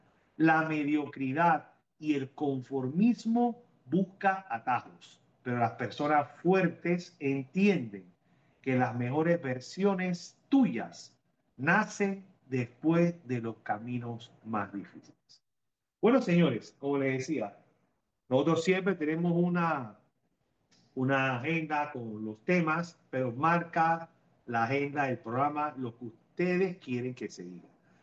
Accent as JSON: {"language": "Spanish", "country": "Panama", "said": "Orgullosamente panameño."}